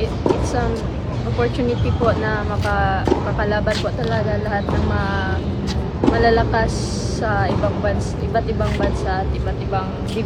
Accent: Mlang, Soccsksargen, Philippines; since nung bata pa po ako sa province ko po, Mlang, North Cotabato and Cotabato province po.

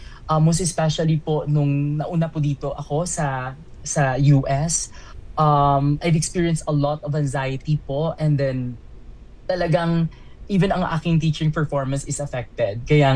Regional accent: Bacolod, Western Visayas, Philippines; born or raised there

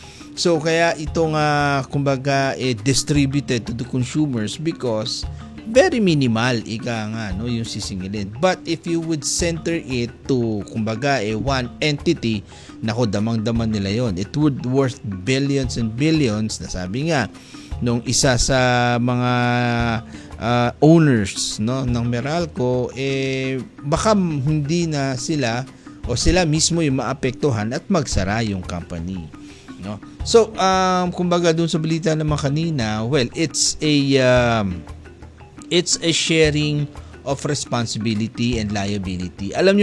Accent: Marawi, Bangsamoro Autonomous Region in Muslim Mindanao, Philippines; sa amin sa Marawi, isa talaga yan sa talagang damang-dama namin because we are the one who generates, or yung lake namin generates electricity that powers 75% of Mindanao

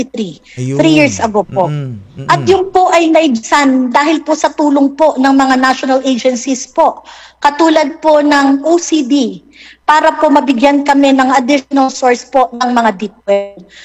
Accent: Puerto Galera, Mimaropa, Philippines; sa amin po sa bayan namin

